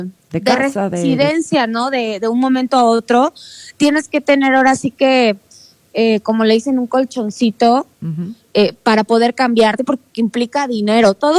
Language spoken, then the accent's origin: Spanish; Mexico; lo ignoré como buena mexicana.